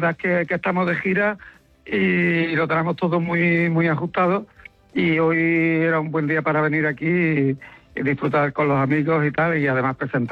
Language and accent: Spanish; Córdoba, Andalusia, Spain; nuestra casa es Andalucía, ¿no? Aunque somos de Córdoba, vivimos en Córdoba, pero nos sentimos muy, muy orgullosos de ser andaluces